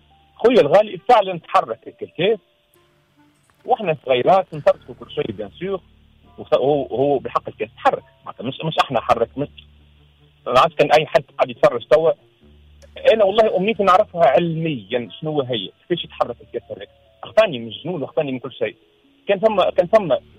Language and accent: Arabic; Tunisia; moved away; وأنا صغير وزيت نعيش في تونس.